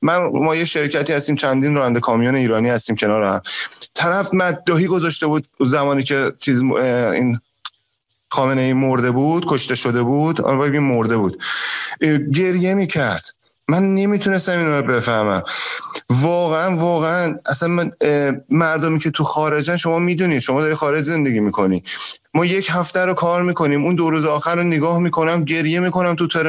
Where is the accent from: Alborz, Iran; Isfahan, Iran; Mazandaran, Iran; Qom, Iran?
Alborz, Iran; Fardis; moved away; من از توی شهر فردیس بزرگ شدم، تو حومه کرج